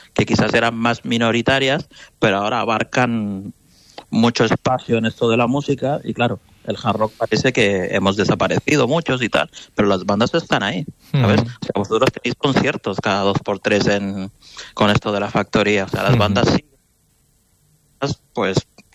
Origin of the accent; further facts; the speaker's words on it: Barcelona, Catalonia, Spain; nosotros somos de aquí de Barcelona